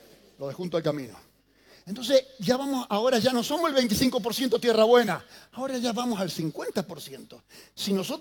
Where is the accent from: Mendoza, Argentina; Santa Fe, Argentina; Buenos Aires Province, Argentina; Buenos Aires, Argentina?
Mendoza, Argentina; me crié en el campo, me crié en Mendoza